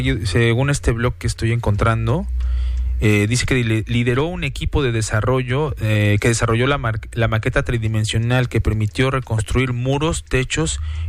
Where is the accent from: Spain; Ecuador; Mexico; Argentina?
Mexico